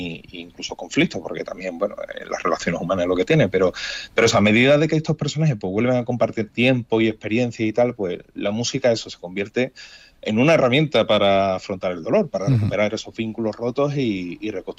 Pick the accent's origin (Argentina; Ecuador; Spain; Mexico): Spain; Andalusia; Pero como nosotros somos andaluces, bueno, pues nos pilla un poco, tú sabes.